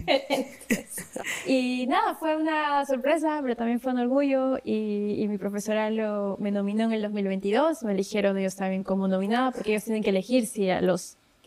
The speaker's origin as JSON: {"language": "Spanish", "country": "Germany", "tie": "born or raised there", "said": "Crecí en Alemania"}